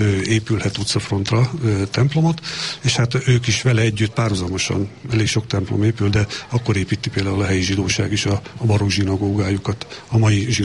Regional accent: Pápa, Veszprém County, Hungary; Hát én itt nőttem fel, én belvárosi vagyok, tehát Kossuth utca, posta környéke

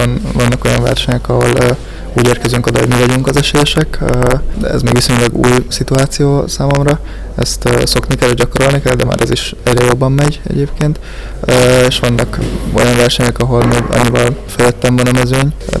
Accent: Gödöllő, Pest, Hungary; ugye én gödöllői vagyok

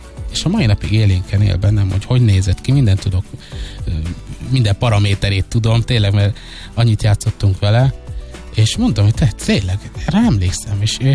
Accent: Békés, Hungary; én egy békési gyerek vagyok, és az ottani cigány telep mellett nőttünk fel

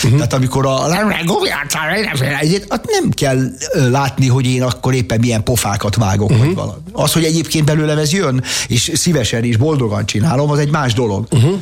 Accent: Budapest, Hungary; Én anyukám mellett nőttem föl, én egy elkényeztetett, hülye, kelenföldi baba voltam, olyan burokban éltem

